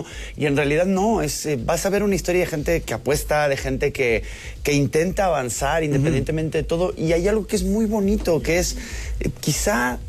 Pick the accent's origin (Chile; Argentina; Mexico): Argentina